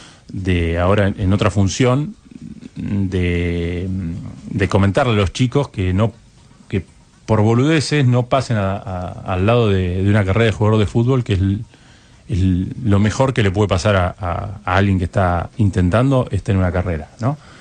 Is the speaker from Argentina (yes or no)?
yes; Pehuajó, Buenos Aires Province, Argentina; moved away as an adult; yo soy de Pehuajó, provincia de Buenos Aires.